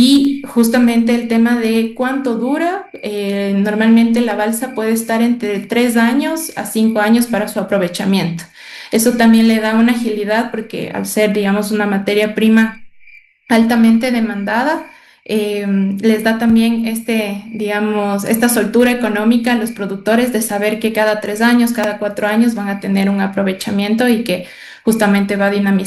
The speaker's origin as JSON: {"language": "Spanish", "country": "Ecuador", "said": "nosotros como ecuatorianos tenemos que estar preparados"}